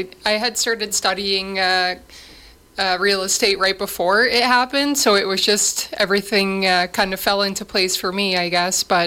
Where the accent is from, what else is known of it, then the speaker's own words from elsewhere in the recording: Listowel, Ontario, Canada; also born or lived in Netherlands; I grew up in Listowel. I came from the Netherlands. I grew up on the farm.